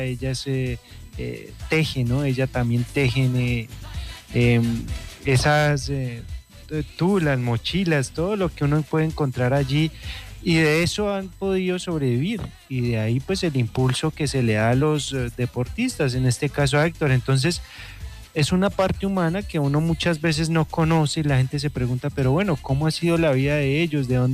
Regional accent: Boyacá, Colombia

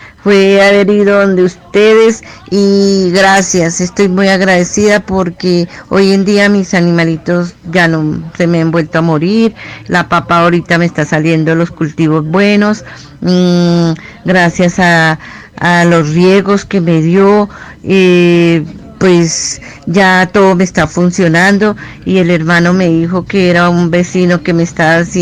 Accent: Garagoa, Boyacá, Colombia; soy de Garagoa

